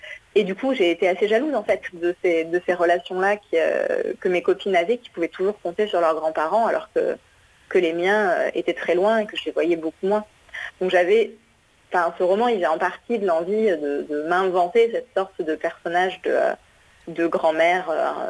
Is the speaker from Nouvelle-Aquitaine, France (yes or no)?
yes; Bordeaux, Nouvelle-Aquitaine, France; je suis arrivée à la campagne, j'avais 8 ans, je venais plutôt de Bordeaux, donc de la ville